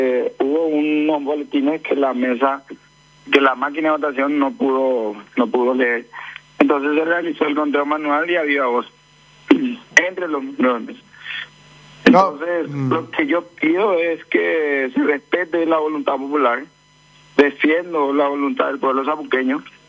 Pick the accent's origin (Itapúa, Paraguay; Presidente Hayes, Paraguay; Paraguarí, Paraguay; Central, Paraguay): Paraguarí, Paraguay; Sapucai; Nosotros como equipo y como zapuqueños nos plantamos